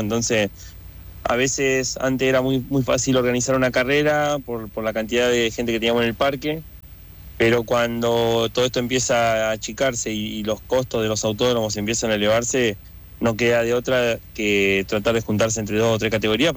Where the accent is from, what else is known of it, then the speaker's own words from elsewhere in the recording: Buenos Aires Province, Argentina; yo soy de Buenos Aires, o sea, viajo siempre, no es que no viajo, viajo siempre, o sea, yo corro en ASME, pero vivo en Tigre, Buenos Aires